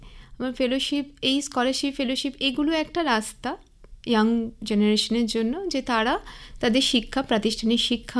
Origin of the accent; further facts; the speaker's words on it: Jalpaiguri, West Bengal, India; also born or lived in Kolkata; যেহেতু আমি জলপাইগুড়িতেই বড় হয়েছি